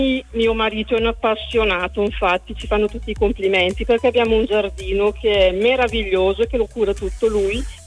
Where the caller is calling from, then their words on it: Bergamo, Lombardy, Italy; sono di Bergamo.